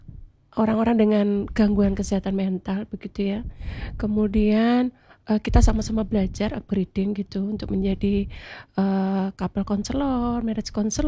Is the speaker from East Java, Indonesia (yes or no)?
yes; Surabaya, East Java, Indonesia; Arek Surabaya asli.